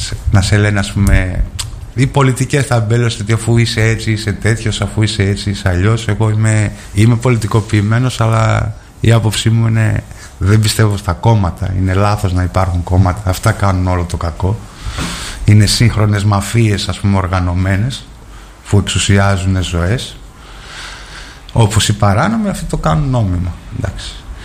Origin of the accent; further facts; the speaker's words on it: Greece; born there; Είμαι Έλληνας, τι να κάνω, εδώ γεννήθηκα.